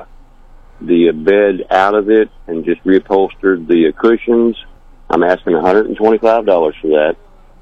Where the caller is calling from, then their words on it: Glasgow, Missouri, United States; This morning, I'm calling from Glasgow.